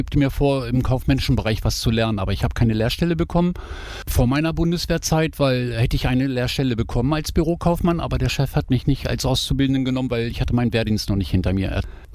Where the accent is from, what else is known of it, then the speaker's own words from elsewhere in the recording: Kleinfürste, Lower Saxony, Germany; also born or lived in Sarstedt; geboren bin ich 64 in Sarstedt hier in Niedersachsen. Und 1967 bin ich mit meiner Mutter nach Kleinfürste gezogen. Da habe ich meine Kindheit verlebt